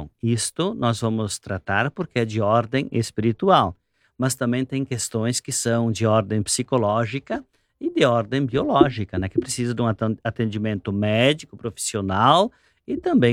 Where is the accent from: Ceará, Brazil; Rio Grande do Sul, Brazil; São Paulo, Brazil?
Rio Grande do Sul, Brazil; São Jorge; quando eu era criança, em São Jorge, lugar pequeno, uma vez por ano o padre passava a dar as bênçãos nas casas.